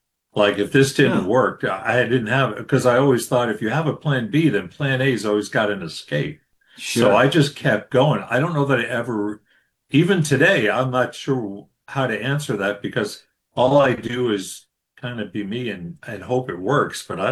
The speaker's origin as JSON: {"language": "English", "town": "Flushing", "region": "New York", "country": "United States", "said": "Originally from Flushing, New York."}